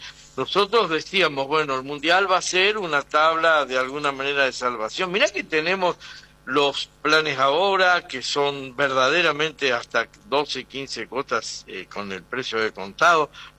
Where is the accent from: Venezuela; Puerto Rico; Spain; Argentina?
Argentina; no solo como argentino, sino como comerciante.